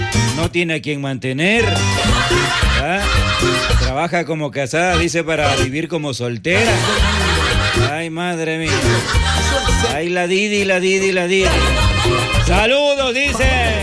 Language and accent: Spanish; Ecuador; sentirnos orgullosos de ser quienes somos, de ser ecuatorianos, ¿eh?